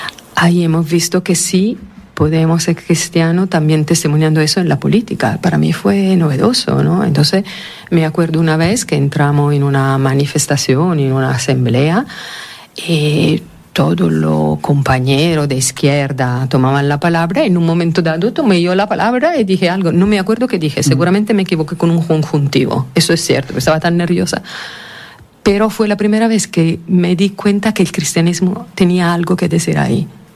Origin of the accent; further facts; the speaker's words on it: Italy; now in Tenerife, Spain; Pues yo vengo de Italia